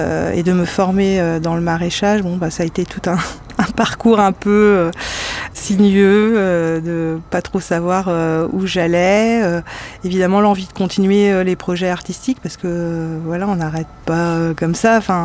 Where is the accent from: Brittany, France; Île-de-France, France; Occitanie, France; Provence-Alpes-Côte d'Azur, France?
Brittany, France; Callac; parce que moi j'ai grandi en centre-Bretagne, à Calac, donc dans un milieu assez rural